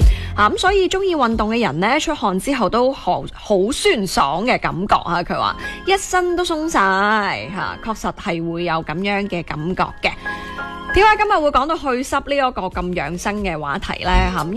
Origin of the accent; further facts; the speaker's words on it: Guangdong, China; 我哋广东人